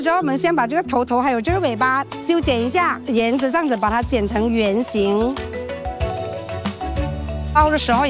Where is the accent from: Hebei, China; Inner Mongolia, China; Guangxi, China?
Guangxi, China; Yulin